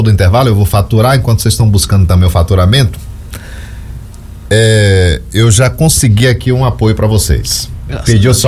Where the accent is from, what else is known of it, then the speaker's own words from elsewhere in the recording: Feira de Santana, Bahia, Brazil; now in Serra do Ramalho, Brazil; Eu sou feirense, natural de Feira de Santana, mas Serra do Ramalho, a população me abraçou